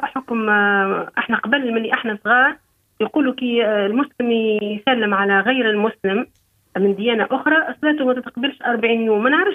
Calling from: Kairouan, Kairouan Governorate, Tunisia; من القيروان.

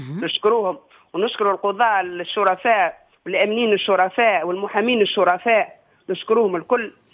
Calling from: Bembla, Monastir Governorate, Tunisia

